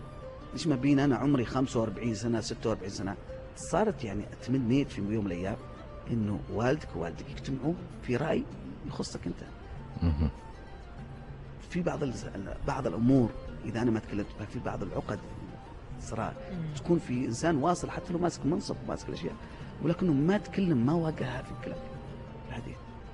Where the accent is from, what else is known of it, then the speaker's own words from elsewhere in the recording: Oman; نحن كمسلمين. عرب كعمانيين